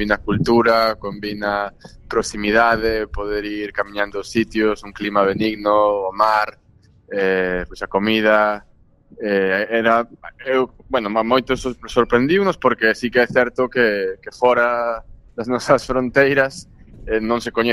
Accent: A Coruña, Galicia, Spain; Eu sendo coruñés, pois sempre aboguei moito por facelo na Coruña, e grazas ás virtudes da nosa cidade

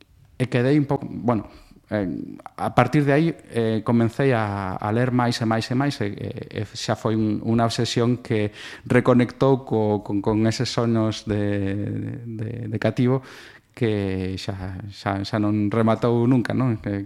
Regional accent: Madrid, Community of Madrid, Spain; Galician is a second language; eu son novo falante galego, a mitad da miña familia é galega, pero a outra mitad é de Madrid, eu crecín en Madrid.

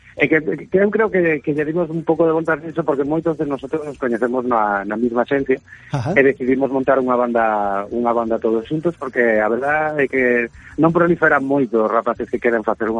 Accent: A Coruña, Galicia, Spain; now in Barcelona, Spain; sendo coruñés de toda a vida, pois había que buscar o traballo donde se podía, e acabei aquí no outro extremo

